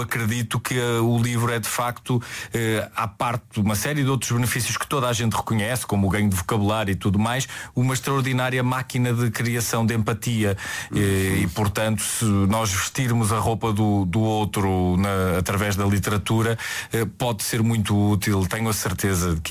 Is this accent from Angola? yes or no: no; Porto, Norte, Portugal; nós que somos do Porto